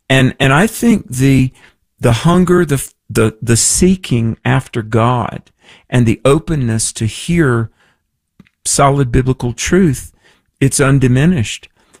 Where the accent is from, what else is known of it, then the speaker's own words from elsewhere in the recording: North Carolina, United States; In my home state of North Carolina, down on the coast